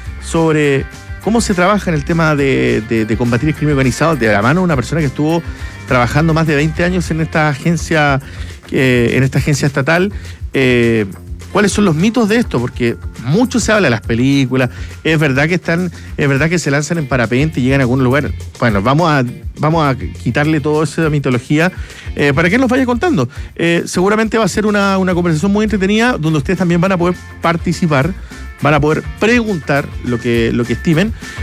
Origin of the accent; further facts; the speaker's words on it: Punta Arenas, Magallanes, Chile; además que venimos todos de Punta Arenas, a todos le ha costado, somos tres hermanos